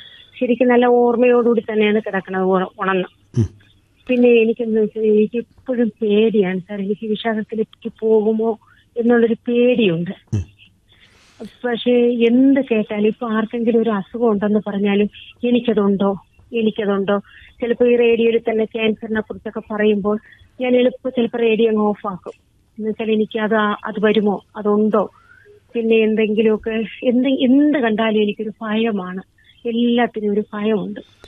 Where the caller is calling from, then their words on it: Karamana, Kerala, India; ഞാൻ കരമനയിൽ നിന്നാണ് വിളിക്കുന്നത്.